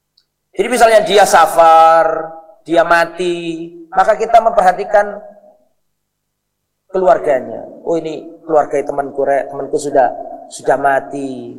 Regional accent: Java, Indonesia; wong saya juga orang Jawa

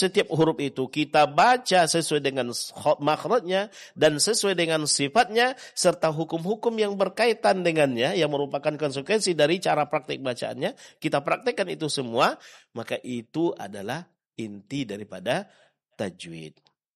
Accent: Indonesia

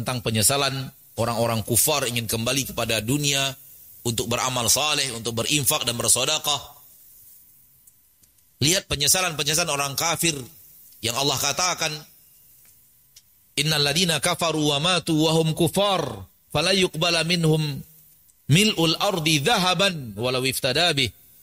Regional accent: Padang, West Sumatra, Indonesia; dalam bahasa kami orang Padang

